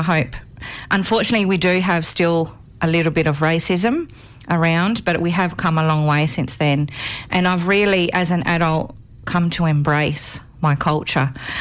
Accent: Australia; born there; I was born in Australia. Australia is my home.

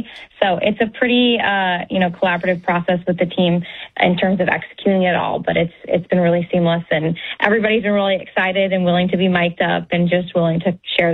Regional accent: Green Bay, Wisconsin, United States; I'm from Green Bay, Wisconsin, as well as John.

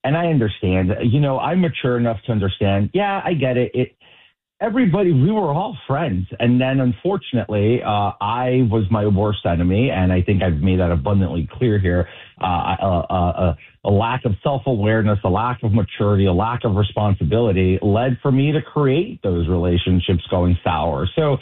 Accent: New York City, New York, United States; moved away as an adult

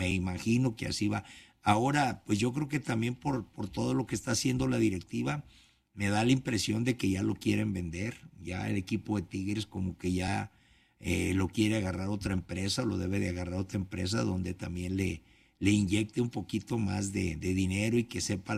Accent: Morelia, Michoacán, Mexico; now in Monterrey, Mexico; Yo soy de Morelia, pero estoy enamorado de Monterrey porque me ha tratado bien. Me ha dado la oportunidad de mi familia, de vivir aquí, de estar aquí

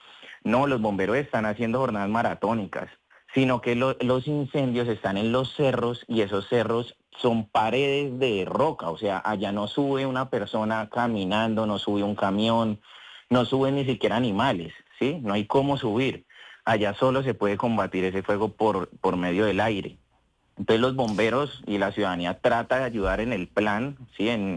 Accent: Colombia; now in Ibagué, Colombia; aquí estamos en Colombia unida, somos colombianos

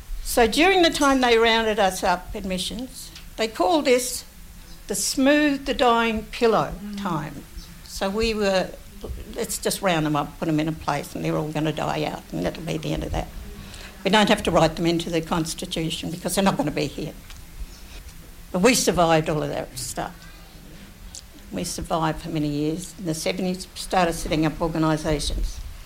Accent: Australia; I'm not an Australian. I'm not an Australian. I've been Bigambul Gomeroi for 100,000 years

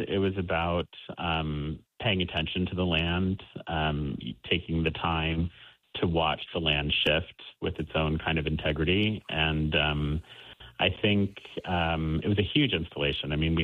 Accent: Colorado Springs, Colorado, United States; born there; also born or lived in North Carolina / Germany / New Jersey / Korea; So I grew up, I was born in Colorado Springs. And then I moved to North Carolina. Then we lived in Germany for 5 years and then back to New Jersey for 5 years. And then we moved to Korea for 3 years and then back to Maryland.

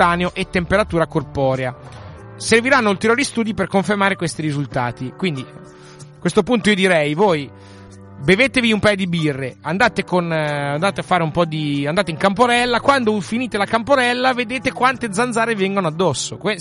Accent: Milan, Lombardy, Italy; now in Australia; Non come a Milano, non come da dove vengo io.

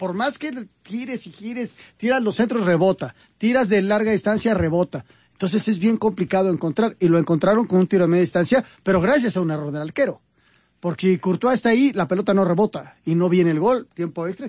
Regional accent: Mexico; Mi familia es de allá. Yo soy mexicano y me hubiera gustado más que hubiera ganado México.

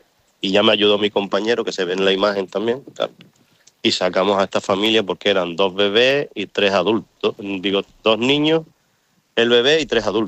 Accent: Lanzarote, Canary Islands, Spain; now in Ceuta, Spain; Sí, nacido en Gran Canaria y, vamos, me crié en Lanzarote.

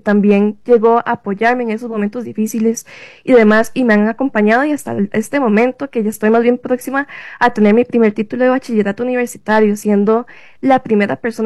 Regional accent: Desamparados, San José, Costa Rica; soy de Desamparados con orgullo

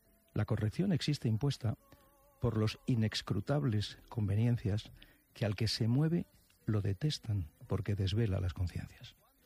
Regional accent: Barcelona, Catalonia, Spain; Recordo que al meu barri, a Sant Gervasi, hi havia un alcalde d'aquell moment

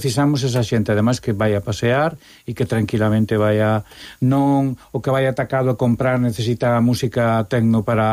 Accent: Santiago de Compostela, Galicia, Spain; eu son de Santiago e teño que comer fora cada vez que veño aquí

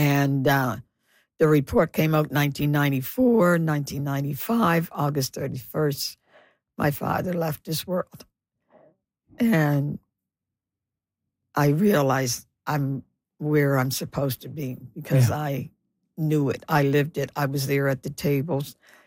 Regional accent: Canada; growing up in the North End and growing up on Creighton and growing up in this city and in this province

